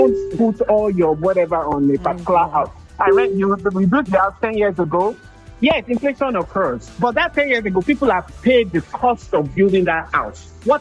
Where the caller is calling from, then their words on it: Bern, Switzerland; I'm calling from Bern, Switzerland.